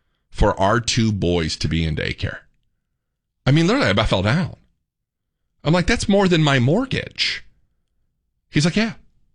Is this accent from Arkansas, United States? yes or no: no; Indiana, United States; moved away as an adult; now in Texas, United States; the wife and I moved down here to Texas from Indiana. Y'all know I'm a Yankee, proud Hoosier.